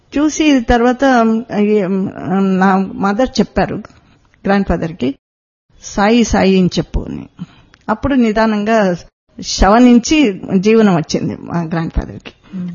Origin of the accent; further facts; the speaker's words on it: Mysore, Karnataka, India; also born or lived in Davanagere; now in Anantapur, India; నేను మైసూర్ నుంచి వచ్చాను.